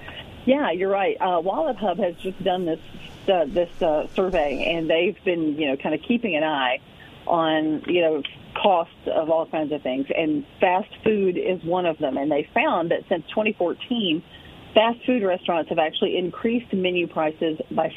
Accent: Mississippi, United States; now in Indiana, United States; my home state of Mississippi

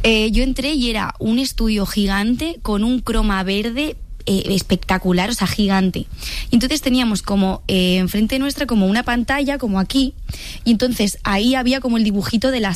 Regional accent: Valencia, Valencian Community, Spain; also born or lived in Argentina; Me fui, pues eso, yo soy de Valencia, estaba estudiando allí interpretación, teatro musical

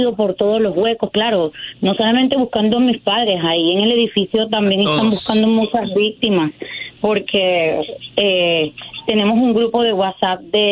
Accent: Venezuela; moved away; Tenía 11 años que no lo veo. 11 años que salí de Venezuela, me vine a estudiar acá, estudié inglés, luego estudié en la Universidad Multicultural Studies

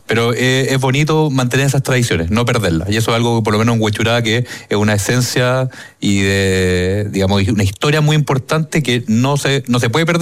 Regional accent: Santiago, Santiago Metropolitan Region, Chile; also born or lived in Antofagasta; yo también nací en Santiago, en la clínica alemana, viví en los dominicos, en esa época era más parcela, así que me tocó un poco en lo que es la vida de campo allá por la parte de Las Condes. Pero también nunca tuve la vida de barrio

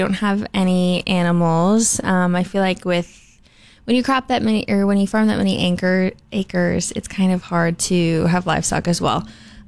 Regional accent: Hope, North Dakota, United States; I'm from Hope, North Dakota.

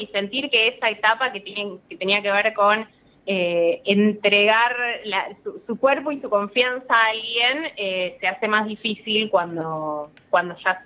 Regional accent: Bahía Blanca, Buenos Aires Province, Argentina; moved away as an adult; now in Buenos Aires, Argentina; yo, por ejemplo, soy de Bahía Blanca y una de las cosas que vivo hace 20 años en Buenos Aires

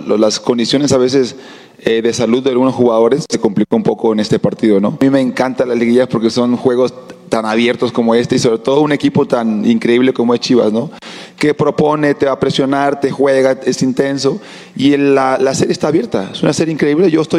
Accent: Mexico; Creo que estamos orgullosos todos como mexicanos

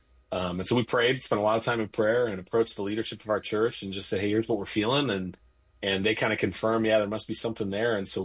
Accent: California, United States; also born or lived in Napa; I grew up outside of Sacramento area.

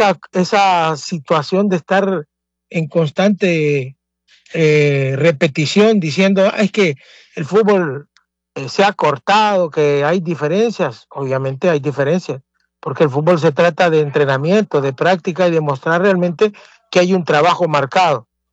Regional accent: Honduras

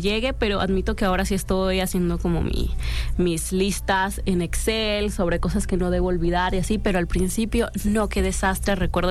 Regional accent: Colombia

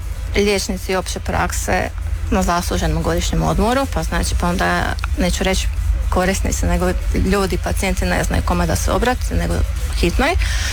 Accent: Hrvatsko Zagorje, Croatia; now in Slavonia, Croatia; jesmo u Slavoniji, ja sam inače Zagorka

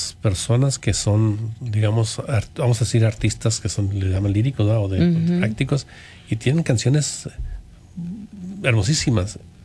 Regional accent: Delicias, Chihuahua, Mexico; now in Wisconsin, United States; vengo de, vamos a decir, ¿de dónde vengo yo? De Chihuahua, delicia

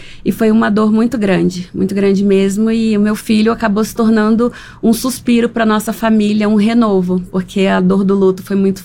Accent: Brasília, Federal District, Brazil; moved away as an adult; now in Belo Horizonte, Brazil; eu sou de Brasília e eu estava aqui em Belo Horizonte.

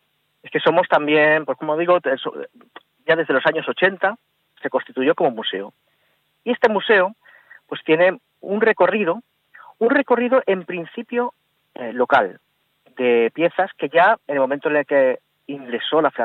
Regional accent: Spain

